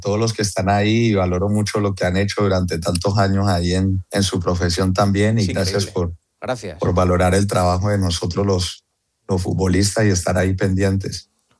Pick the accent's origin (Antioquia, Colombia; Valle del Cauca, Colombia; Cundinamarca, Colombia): Valle del Cauca, Colombia; Cali